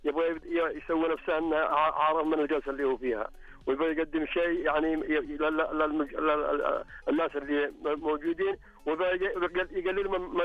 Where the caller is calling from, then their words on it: Taif, Makkah Province, Saudi Arabia; أكلمك من مدينة الورود الطائف